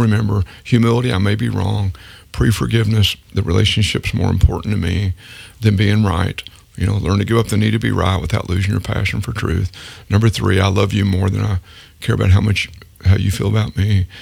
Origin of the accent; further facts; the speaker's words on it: Texas, United States; I'm a Texan